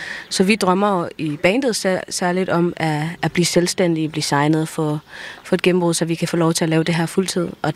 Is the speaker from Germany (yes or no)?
yes; Flensburg, Schleswig-Holstein, Germany; Altså, jeg bilder jo mig ind, at vi ikke har vundet karrierekanonen endnu, på grund af, at vi er fra Flensborg.